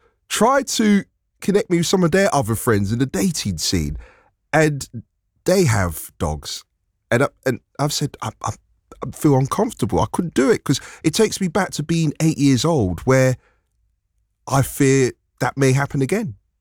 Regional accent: London, United Kingdom; the flats where I grew up in Northwest London

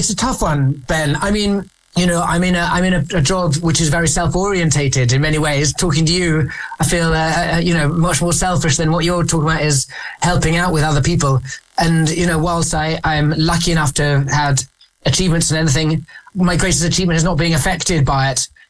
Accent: England, United Kingdom; as English men in boarding school

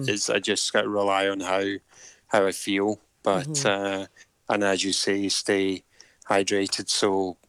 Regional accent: Scotland, United Kingdom; now in Portadown, United Kingdom; I am Scottish

